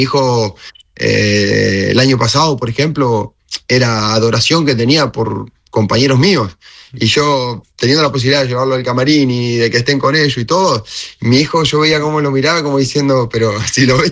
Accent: Argentina; now in Spain; la pude vivir en mi país porque justo estaba de vacaciones

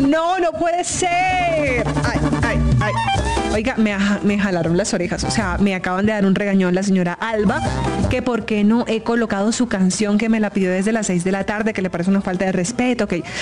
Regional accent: Colombia; como colombianos lo apoyamos

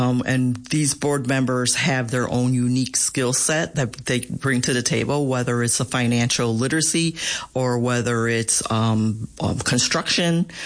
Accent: Buffalo, New York, United States; Being born and raised in Buffalo and living most of my life on the west side

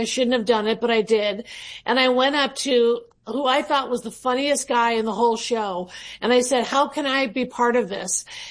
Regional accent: Chicago, Illinois, United States; moved away as an adult; Well, I'm from Chicago, so I was familiar with Second City

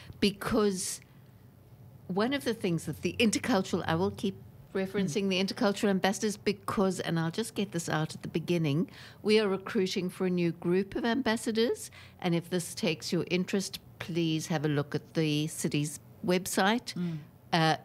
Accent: South Africa; moved away as an adult; now in Australia; I am also a migrant. I come from South Africa. I've been in Australia 25 years.

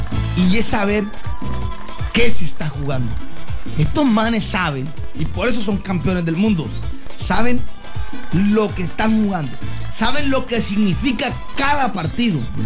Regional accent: Colombia; ¿cuántos colombianos somos nosotros?

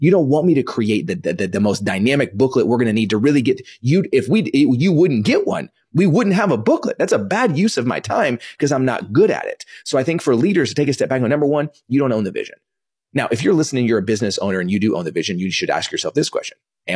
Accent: Dallas, Texas, United States; also born or lived in Kansas; So I was born in 1983. I was born in Kansas. I only lived there for about a week. Came back to Dallas

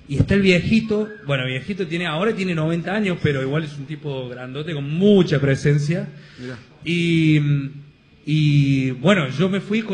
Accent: Córdoba, Argentina; moved away as an adult; also born or lived in Sweden / Spain / London / Chicago; soy negrito cordobés, no hablo mucho inglés

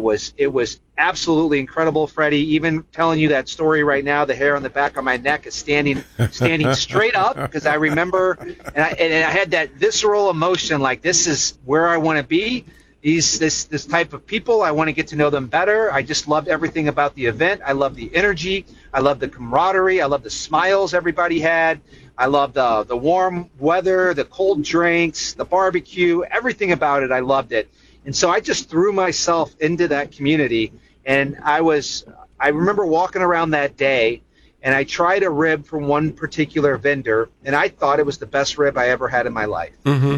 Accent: St. Louis, Missouri, United States; I'm originally from Missouri. I'm 50 years old, originally from St. Louis. And I grew up in St. Louis eating barbecue at a place called Bandanas, which is a regional spot.

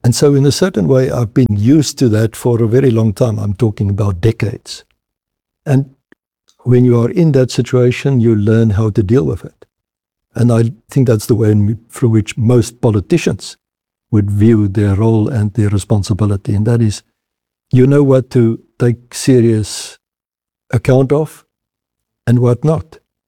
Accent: South Africa; I'm an Afrikaner from South Africa myself, and I can say that I've never experienced something of that kind.

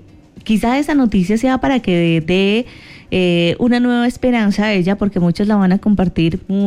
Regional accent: Colombia; así somos los colombianos, y quedó demostrado precisamente desde el terremoto del pasado 10 de agosto.

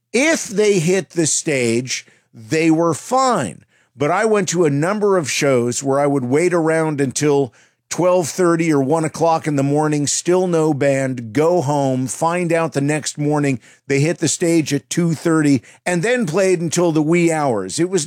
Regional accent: New Jersey, United States; who play my home state of New Jersey tomorrow night.

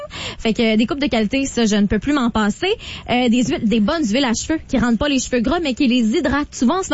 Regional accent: Saint-Constant, Quebec, Canada; En fait, c'est parce que chez moi, à Saint-Constant, avec mes parents, c'est que des ridelles.

